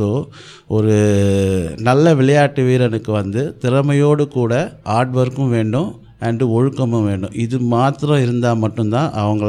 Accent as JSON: {"language": "Tamil", "town": "Chennai", "region": "Tamil Nadu", "country": "India", "tie": "born or raised there", "said": "நம்ம லோக்கல் மெட்ராஸ் தமிழில் சொல்லணுன்னா ஸ்லம்னு சொல்லிட்டு சொல்லுவாங்க. ஸோ அந்த மாதிரி ஒரு பகுதியிலே தான் நாங்கள் வந்து பிறந்து வளர்ந்தோம்."}